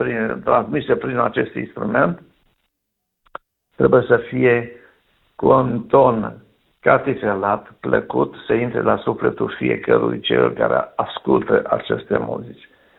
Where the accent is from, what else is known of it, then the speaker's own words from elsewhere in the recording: Romania; ne putem mândri că suntem români